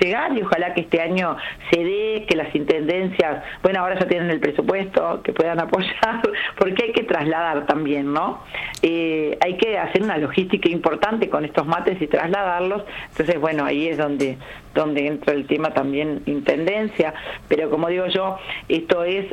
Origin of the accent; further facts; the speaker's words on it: Paso de los Toros, Tacuarembó, Uruguay; moved away; yo soy del interior, soy de Paso de los Toros.